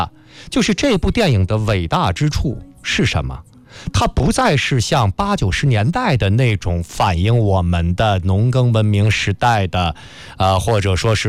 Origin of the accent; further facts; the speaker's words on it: Chaoshan, Guangdong, China; 我作为潮汕人，我作为中华文明的一份子